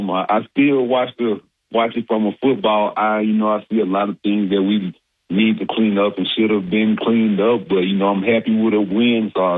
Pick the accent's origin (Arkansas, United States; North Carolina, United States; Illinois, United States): Arkansas, United States; So growing up in Arkansas, and I would see Arkansas-Texas games